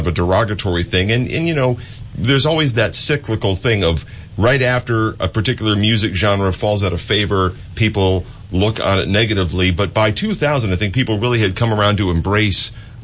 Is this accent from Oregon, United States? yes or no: no; Fairfield, California, United States; I grew up in Fairfield, not far from Sacramento.